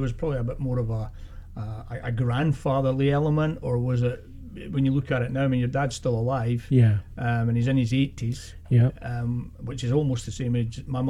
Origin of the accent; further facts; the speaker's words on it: Scotland, United Kingdom; I grew up with in Scotland, a bit further north.